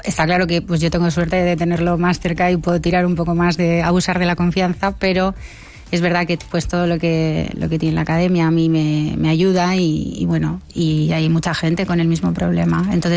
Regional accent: Bilbao, Basque Country, Spain; yo soy de Bilbao

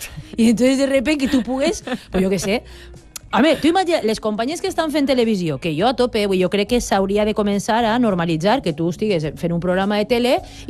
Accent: Ontinyent, Valencian Community, Spain; born or raised there

